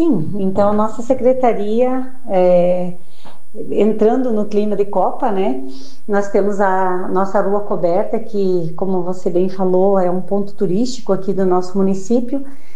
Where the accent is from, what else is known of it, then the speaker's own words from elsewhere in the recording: Brazil; somos brasileiros